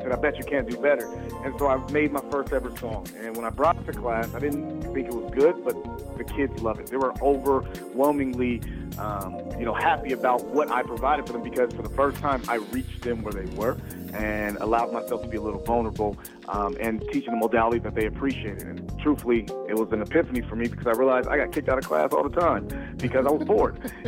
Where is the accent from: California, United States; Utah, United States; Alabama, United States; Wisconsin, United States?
California, United States; Los Angeles; now in Fresno, United States; Well, you know, I'm from Los Angeles, California. I reside in Fresno, California.